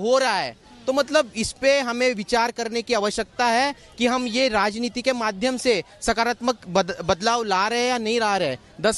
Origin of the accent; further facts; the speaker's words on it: Maharashtra, India; now in Delhi, India; क्योंकि मैं महाराष्ट्र से आता हूँ, मेरा दिल्ली में कोई है नहीं